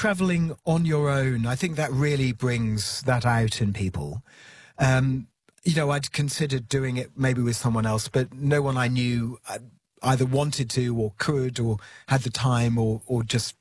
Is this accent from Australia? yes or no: no; West Midlands, United Kingdom; So, I grew up in England, in Shropshire, which is, if you imagine England and kind of the middle of England where Birmingham is, so it's just slightly to the left of Birmingham.